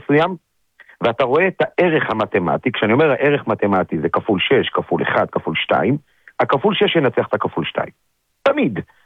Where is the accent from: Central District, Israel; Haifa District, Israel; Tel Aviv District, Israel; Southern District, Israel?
Central District, Israel; אני מהמרכז